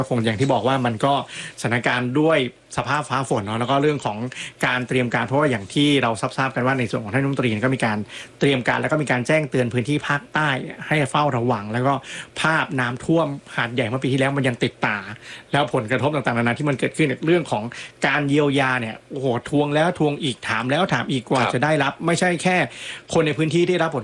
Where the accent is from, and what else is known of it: Doi Mae Salong, Chiang Rai, Thailand